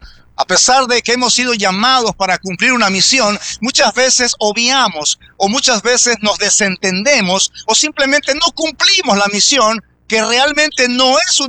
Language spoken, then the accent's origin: Spanish; Ecuador; No somos griegos, somos ecuatorianos